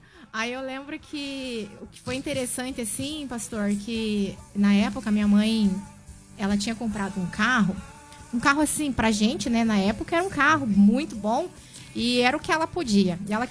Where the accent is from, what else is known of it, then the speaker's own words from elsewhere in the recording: Telêmaco Borba, Paraná, Brazil; Eu sou natural daqui, de Telêmaco.